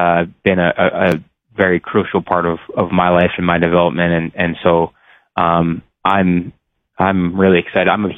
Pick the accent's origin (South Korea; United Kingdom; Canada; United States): Canada; it's been awesome to be able to do it here in my home country.